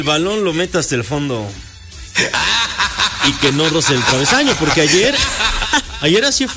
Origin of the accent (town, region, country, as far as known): Mexico